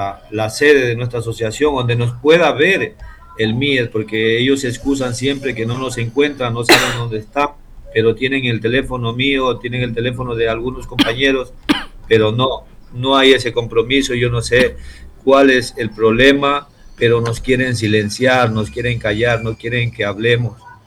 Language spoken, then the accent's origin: Spanish; Ecuador; born there; cuando era niño, porque yo nací en las Bacaleras